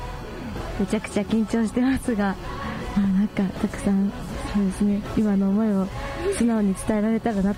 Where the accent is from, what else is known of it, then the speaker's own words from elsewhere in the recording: Saga, Japan; now in Hyogo, Japan; 。そうですね、人生佐賀県出身です